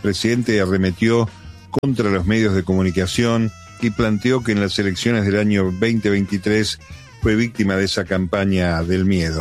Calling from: Florencio Varela, Buenos Aires Province, Argentina; de Florencio Varela.

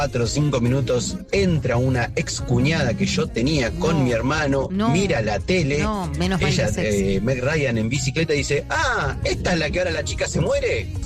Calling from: Palomar, Buenos Aires Province, Argentina; de Palomar.

